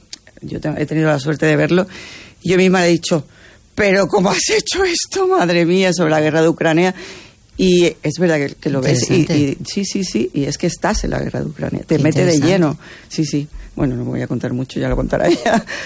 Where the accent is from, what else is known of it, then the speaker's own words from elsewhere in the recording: Conil, Andalusia, Spain; Sí, sí, yo soy de Conil.